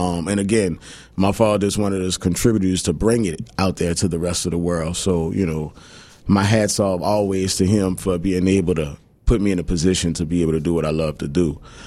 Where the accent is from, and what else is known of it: New Orleans, Louisiana, United States